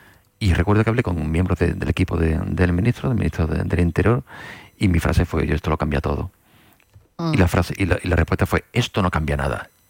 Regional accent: Seville, Andalusia, Spain; now in Algeciras, Spain; soy de Sevilla y gran parte de mi familia está en Sevilla, ¿no?

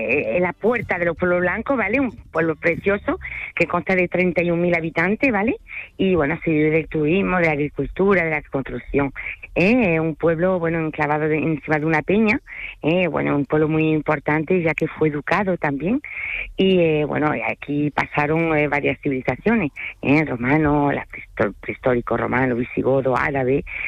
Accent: France; Spanish is a second language; oui, je parle en français. Y yo soy bilingüe. Entonces, hago visita en francés y en español, ¿vale? Porque soy francés, aunque no se me note, todo el mundo me lo dice.

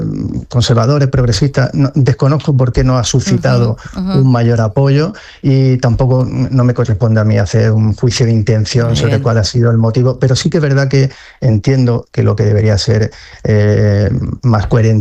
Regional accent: Almería, Andalusia, Spain; now in Las Palmas, Spain; Soy andaluz porque soy de Almería, exactamente.

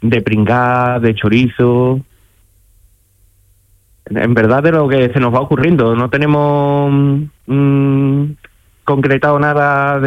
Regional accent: Olivares, Andalusia, Spain; now in Gines, Spain; yo soy de Olivares, aunque vivo en Gine.

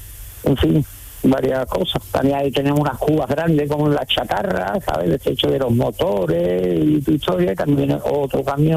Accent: Montequinto, Andalusia, Spain; now in El Ronquillo, Spain; Yo soy de toda la vida de Dios, de Montequinto.

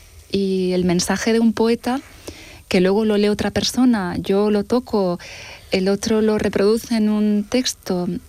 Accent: Almería, Andalusia, Spain; a la gente de Almería, a mi gente, a mi tierra

